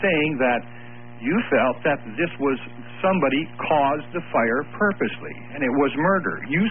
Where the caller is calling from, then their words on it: Spokane, Washington, United States; this is calling from Spokane, Washington.